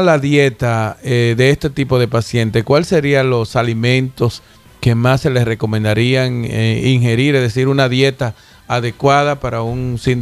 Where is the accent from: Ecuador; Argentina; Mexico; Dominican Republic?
Dominican Republic; la República Dominicana, que es nuestro país, doctor. Como dominicanos que somos